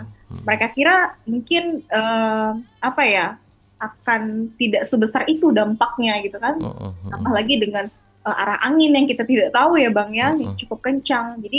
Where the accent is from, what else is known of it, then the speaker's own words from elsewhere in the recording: Sanggau, West Kalimantan, Indonesia; Saya asli Sanggau